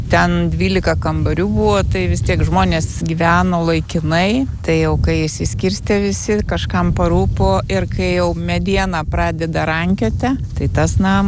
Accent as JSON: {"language": "Lithuanian", "town": "Vilnius", "region": "Vilnius County", "country": "Lithuania", "said": "Vyras iš Kauno, aš iš Vilniaus, bet visą laiką Vilniuje gyvenom ir dirbom."}